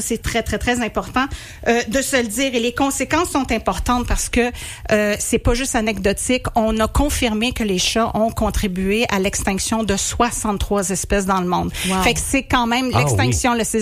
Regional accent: Quebec, Canada

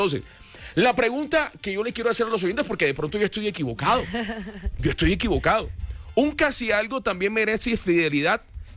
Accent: Barranquilla, Atlántico, Colombia; moved away; Yo cuando me vine de Barranquilla...

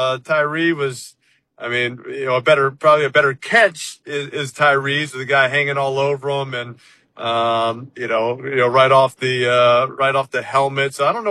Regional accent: New Orleans, Louisiana, United States; born or raised there

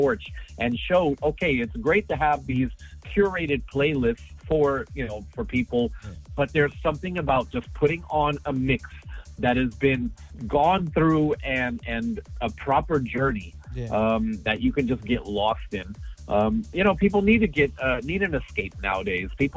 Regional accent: Germany; English is a second language; now in United States; when I first moved to the USA from Germany, I didn't speak English. So radio was my escape.

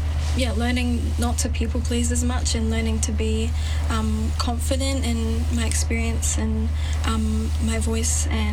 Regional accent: Hamilton, Waikato, New Zealand; 21, and born and raised in Hamilton Kerikeriroa.

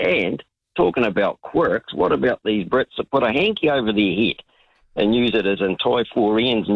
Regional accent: New Zealand; I love being a Kiwi. I think it's part of one of the quirks that makes me a Kiwi

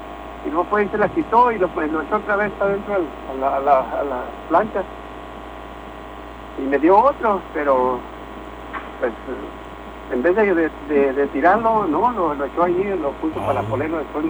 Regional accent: Durango, Mexico; de allá en mi pueblo, en Durango, tenemos gasolinera Pemex

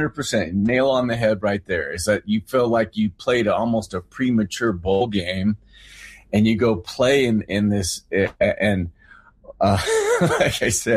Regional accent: California, United States; I grew up in Central California

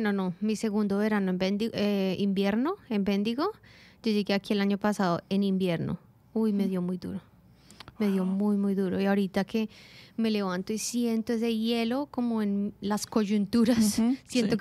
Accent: Bogotá, Colombia; de donde vengo, de Bogotá, es siempre una sola, como una sola temporada. Sí, de pronto tenemos días soleados, días de lluvia, etcétera, pero siempre es muy frío.

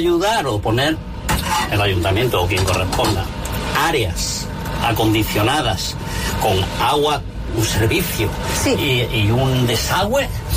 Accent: Málaga, Andalusia, Spain; Yo soy de Málaga y monté una empresa, me casé, tuve 2 hijos

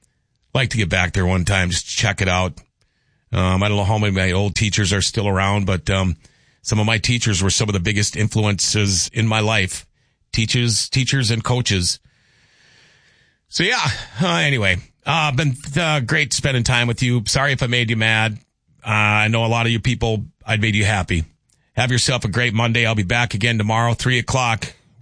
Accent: Crookston, Minnesota, United States; I have done more reminiscing about back in the day growing up in Crookston, Thief River Falls, Gently.

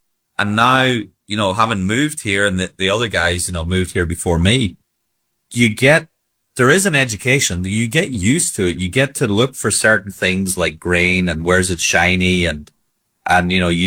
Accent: Ireland; moved away as an adult; now in Florida, United States; Growing up where we grew up in Ireland on links courses or even the, you know, the parkland courses

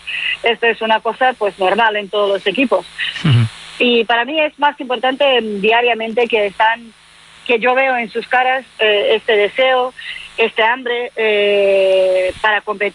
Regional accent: Serbia; Spanish is a second language; Yo prefiero así, en mi mentalidad, como soy de Serbia, mentalidad, tengo a ganar todos los partidos

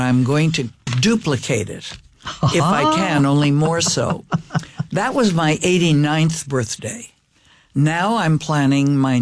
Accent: Montreal, Quebec, Canada; born there; moved away; I was born in Montreal, Canada, where you had to be 16 years old to go to the movies.

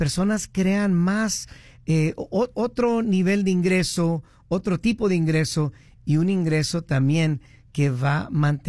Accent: Huntington Park, California, United States; also born or lived in East Los Angeles; now in Las Vegas, United States; Yo soy de por allá, nomás para que sepan. Nací en el este de Los Ángeles, pero crecí en Huntington Park.

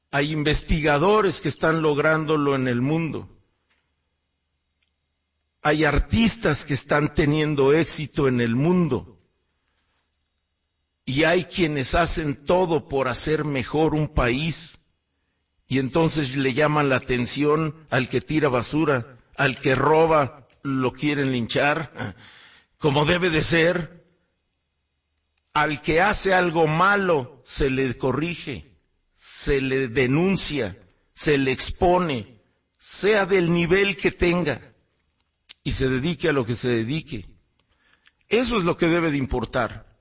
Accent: Mexico; Pero soy mexicano y me encanta más mi país, por supuesto, igual que usted, igual que a todos, soy mexicano.

